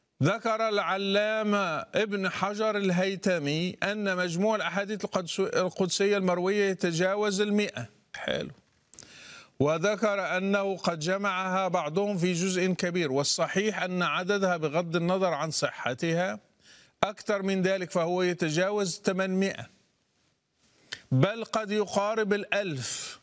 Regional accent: Morocco; بس احنا كمغاربة هتلاقي في المغرب اللي بيسمى المغرب العربي ما بنعترفش بالإعجام بالذال المعجمة ولا بالضاد المعجمة

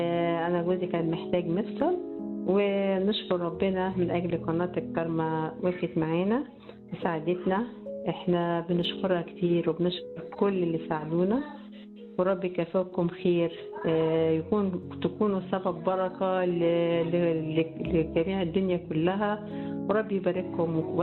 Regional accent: Egypt

